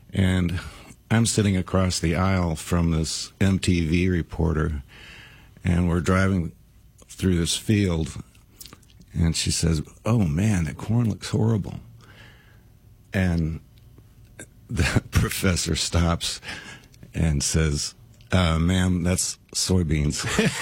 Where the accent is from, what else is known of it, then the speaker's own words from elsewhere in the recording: Champaign, Illinois, United States; Growing up on Elm Boulevard.